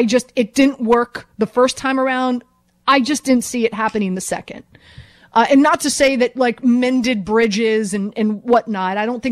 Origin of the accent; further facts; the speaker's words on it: Miami, Florida, United States; moved away as an adult; I'm from the 305. I'm from Miami and, covered that team. I was not in Miami. I left Miami the second year Shaq was there.